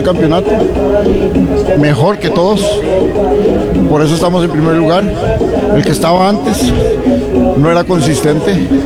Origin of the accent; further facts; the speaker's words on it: Cartago, Costa Rica; born there; Yo nací aquí en Cartago, soy orgulloso de ser Cartago. Me siento hijo del volcán Irazú.